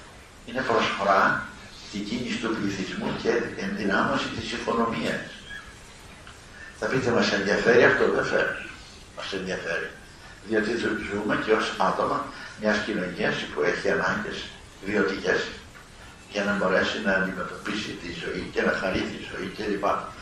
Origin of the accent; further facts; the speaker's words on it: Peloponnese, Greece; moved away; όπως λένε στην πατρίδα μου, την Πελοπόννησο